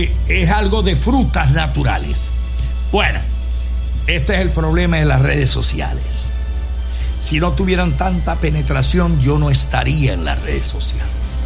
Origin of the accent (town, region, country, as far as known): Venezuela